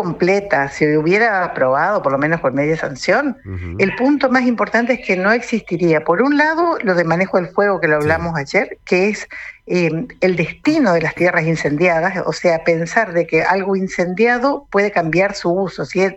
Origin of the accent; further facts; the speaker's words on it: Argentina; nosotros los argentinos